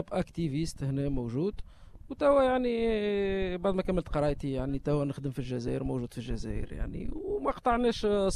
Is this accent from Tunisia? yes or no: yes; Béja, Tunisia; moved away as an adult; now in Algeria; أنا أصولي من قسنطينة زادة، على هذيك قلت لك أصولي شوية، وكبرت هنا في باجة، كبرت يعني عشت فيها مدة كبيرة، كنت شاب أكتيفيست هنا موجود، وتوا يعني بعد ما كملت قرايتي يعني تو نخدم في الجزائر، موجود في الجزائر